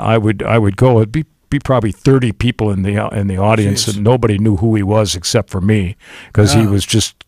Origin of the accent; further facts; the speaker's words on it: St. Cloud, Minnesota, United States; The town that I was raised in, St. Cloud.